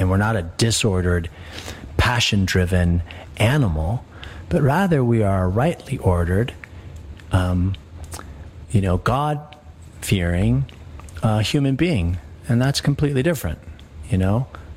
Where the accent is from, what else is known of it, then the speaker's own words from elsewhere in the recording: Colorado, United States; We grew up in Colorado